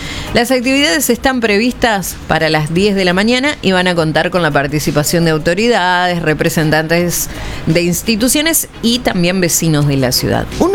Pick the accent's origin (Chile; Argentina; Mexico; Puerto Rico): Argentina; festejan acá en la Argentina